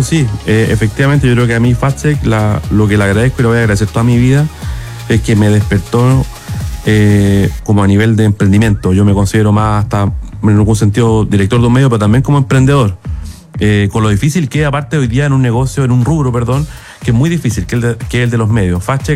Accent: Chile; tomé malas decisiones como muchos chilenos.

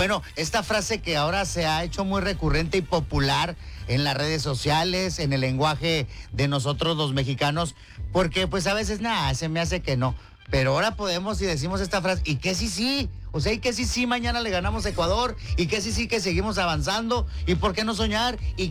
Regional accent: Mexico; nos invita a soñar, a luchar, a buscar lo que realmente queremos, sobre todo como mexicanos, ¿no, padre?

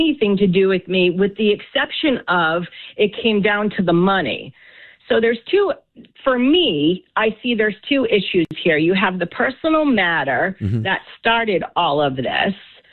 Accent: Barrington, United States; moved away; to be part of the Italian Catholic community. I'm originally from Barrington, so that's where my Italian heritage came from.

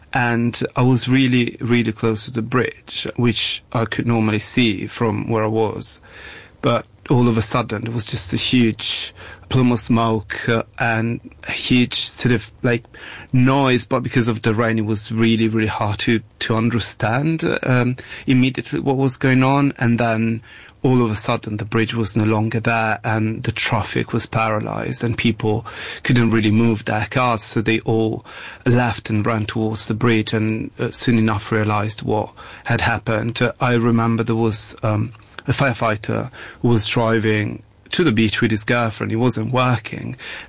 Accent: Genoa, Liguria, Italy; I was there because, as you said, I'm originally from Genoa, and I was visiting my family because it was a public holiday.

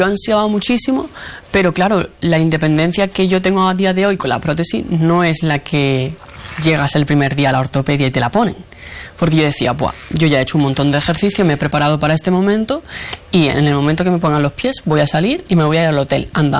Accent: Andalusia, Spain; nosotros somos de Andalucía

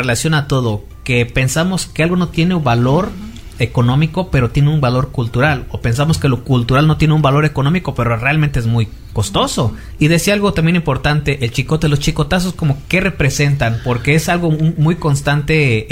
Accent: Guanajuato, Mexico; Y es raro porque somos del estado de Guanajuato

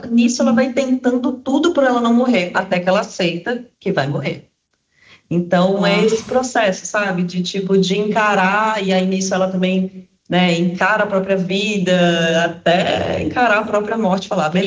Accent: Minas Gerais, Brazil; Sou mineira, graças a Deus. Sou mineira e aí estudei em Ouro Preto

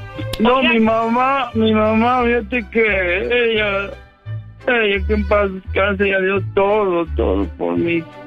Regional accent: Pénjamo, Guanajuato, Mexico; born there; now in Mexico City, Mexico; No, hija. Yo nací allá en Pénjamo.

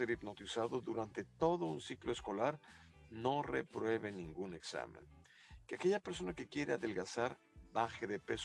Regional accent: Guadalajara, Jalisco, Mexico; born there; also born or lived in Santiago, Chile; Yo soy originario de Santiago de Chile, pero toda la vida he vivido en México, en Guadalajara.

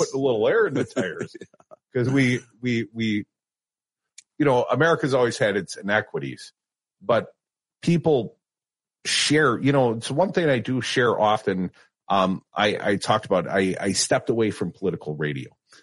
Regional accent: Madison, Wisconsin, United States; That was unobtainable as a broke kid growing up in Madison, Wisconsin.

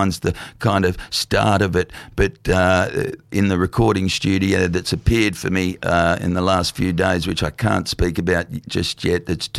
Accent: Lismore, New South Wales, Australia; I grew up in the Northern Rivers in Lismore

